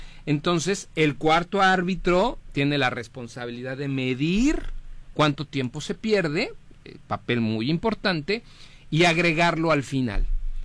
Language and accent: Spanish; Mexico; Entonces, de verdad que es triste que como mexicanos estemos realmente echando para atrás lo que deberíamos de empujar hacia adelante.